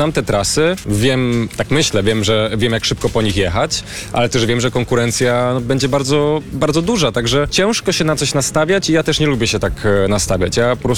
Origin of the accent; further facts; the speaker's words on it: Silesian Voivodeship, Poland; Tak, no może jestem mało obiektywny, to jestem ze Śląska, także no, bardzo się cieszę, że Rajd Polski przyszedł na Śląsk